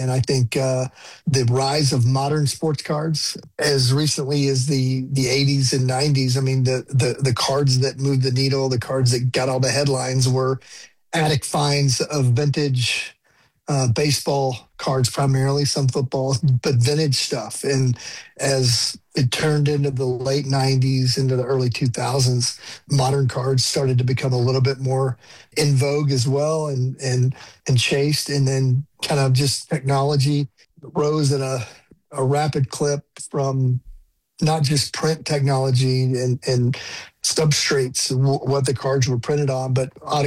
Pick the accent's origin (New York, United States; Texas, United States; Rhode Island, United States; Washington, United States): Texas, United States; Dallas; I grew up in the Dallas area.